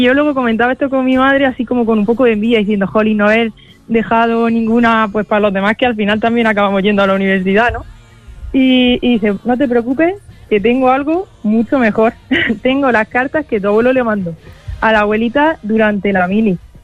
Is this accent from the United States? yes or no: no; Murcia, Region of Murcia, Spain; mi abuelo salió del pueblo y llegó a la ciudad de Murcia, porque nosotros somos de Murcia